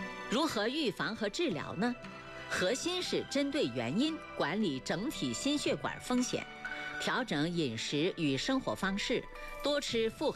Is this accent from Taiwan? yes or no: no; China; 这在亚洲人群包括我们中国人当中相对常见